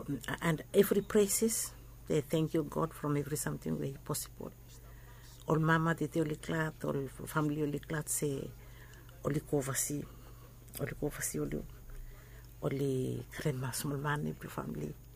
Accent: Vanuatu; English is a second language; encourage new students or young students or new Vanuatu people because I'm from Vanuatu, but I lecture in law.

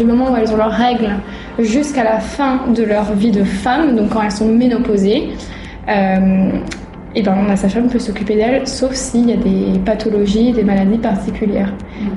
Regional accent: Vanuatu; also born or lived in Paris; sage-femme. Moi, j'ai grandi au Vanuatu, j'ai fait l'école à Colardo, à l'école française, et ensuite, du coup, l'école de sage-femme à Paris.

